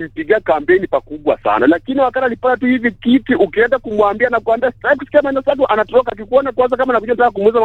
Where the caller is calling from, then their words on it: Kakamega County, Kenya; kutoka Ivona Mautua maeneo ya Lugari.